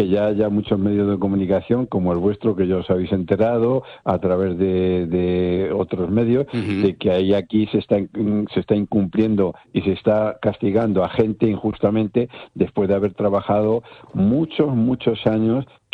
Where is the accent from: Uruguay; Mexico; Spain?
Spain; porque todos somos españoles